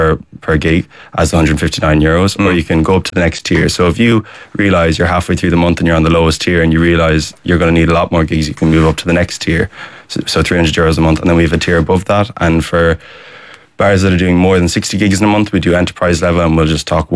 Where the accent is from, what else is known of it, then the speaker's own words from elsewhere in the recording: Connacht, Ireland; Because I'm from Leitrim. And then I've been known in Dublin because I've been gigging there for the last 4 years.